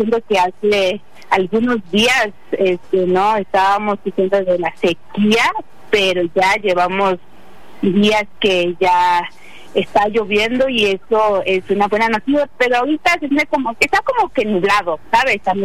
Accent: Oaxaca, Mexico; first language Triqui; Spanish is a second language; quiero dar un mensaje, un saludo en mi lengua materna, triqui alta

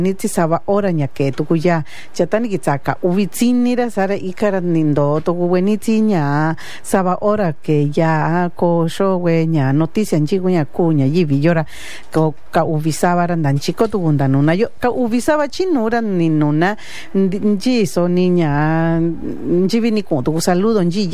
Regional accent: Huajuapan de León, Oaxaca, Mexico; Quiero decir Meritito Huajuapan de León, pero no me dejó aclarar, Meritito Huajuapan de León, en el sentido de que pertenecemos, porque Huajuapan de León es nuestra capital

